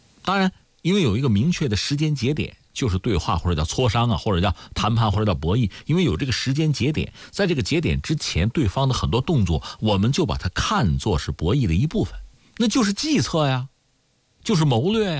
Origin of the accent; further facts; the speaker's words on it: China; 作为中国人